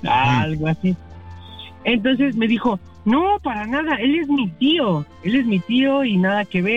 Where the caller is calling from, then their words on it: Tlaxcala, Mexico; yo soy de Tlaxcala, bien pinche, olmeca, morenito.